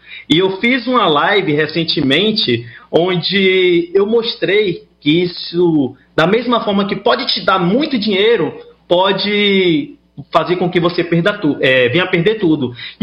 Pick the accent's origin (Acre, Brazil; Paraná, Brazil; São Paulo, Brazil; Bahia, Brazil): Bahia, Brazil; Salvador; Não, eu sou de Salvador, Salvador, Bahia.